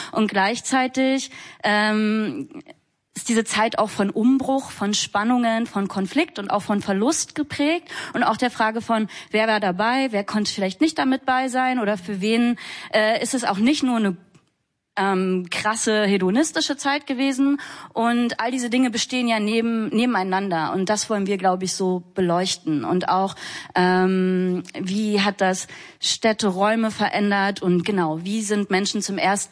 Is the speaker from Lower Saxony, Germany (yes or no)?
no; Saxony-Anhalt, Germany; Ich bin 2 Jahre vor der Wende geboren und in der Nachwendezeit so in der Rave-Kultur groß geworden in Sachsen-Anhalt.